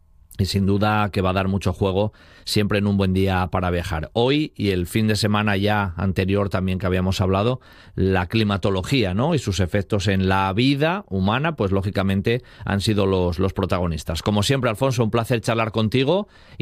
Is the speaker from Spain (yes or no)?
yes; Riosa, Asturias, Spain; yo soy de Riosa